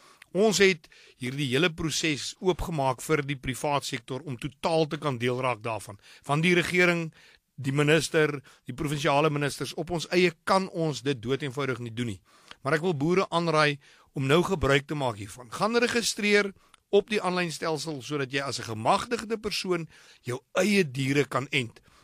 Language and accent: Afrikaans; Kuruman, Northern Cape, South Africa; Ek kom van Kuruman af.